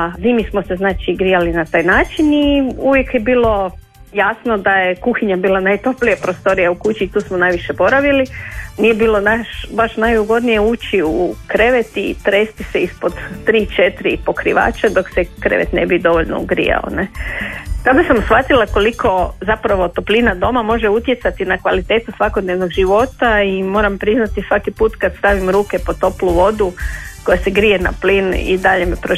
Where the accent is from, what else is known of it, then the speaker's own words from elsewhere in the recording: Dalmatia, Croatia; now in Zagreb, Croatia; Moja priča je možda malo drugačija nego priča o ostalih Zagrebčana. Naime, rođena sam i odrasla u Dalmaciji.